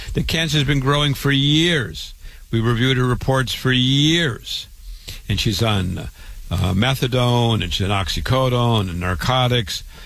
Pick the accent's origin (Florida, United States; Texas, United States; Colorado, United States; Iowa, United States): Iowa, United States; Waterloo; I was born and raised in Waterloo, Iowa, thousands of miles from here.